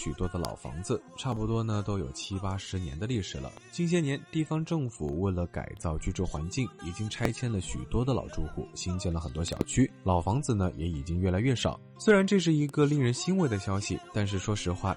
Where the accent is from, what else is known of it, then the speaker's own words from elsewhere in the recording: southern China, China; 呢作为南方人也是像个孩子一样忍不住在车上乱画